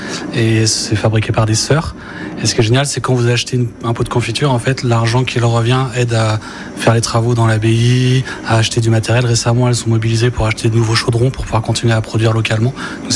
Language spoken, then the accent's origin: French; Nantes, Pays de la Loire, France; Je suis nantais.